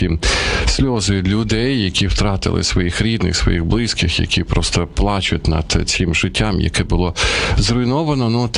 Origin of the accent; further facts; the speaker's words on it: Sumy, Sumy Oblast, Ukraine; now in Kyiv, Ukraine; в моїх рідних Сумах